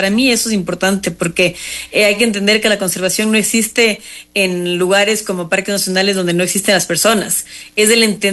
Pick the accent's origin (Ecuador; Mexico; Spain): Ecuador; ecuatoriana.